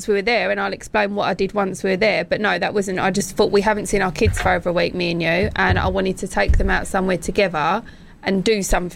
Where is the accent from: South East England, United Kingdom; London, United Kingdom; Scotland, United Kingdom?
South East England, United Kingdom; I'm from Kent. I'm proud of it.